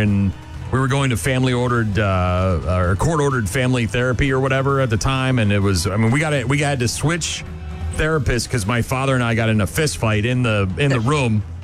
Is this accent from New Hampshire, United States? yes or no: yes; Nashua, New Hampshire, United States; We lived, we moved into a house on Syracuse Road in Nashua, New Hampshire, my hometown. And I grew up there.